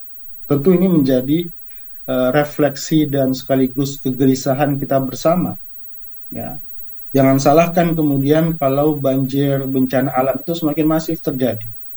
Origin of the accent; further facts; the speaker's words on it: East Kalimantan, Indonesia; saya juga putra Kalimantan, saya lahir di Berau, tumbuh sampai remaja di Kabupaten Berau.